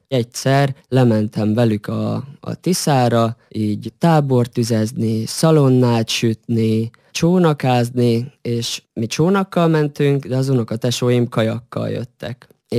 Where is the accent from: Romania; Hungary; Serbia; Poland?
Serbia; Senta, Vojvodina; Igen, Zentán is töltöttem úgy a eddigi fiatalságom meghatározó részét. Ott nőttem fel 6 éves koromtól egészen 20 éves koromig. Ott jártam ki az általános iskolát, a gimnáziumot.